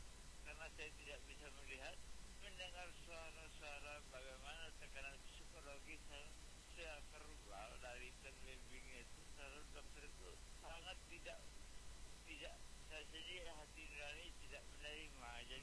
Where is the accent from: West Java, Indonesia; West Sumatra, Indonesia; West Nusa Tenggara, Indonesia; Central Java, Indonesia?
West Sumatra, Indonesia; Padang; Saya waktu itu di tempat perawatan cukup ternama di kota saya itu di Padang ya.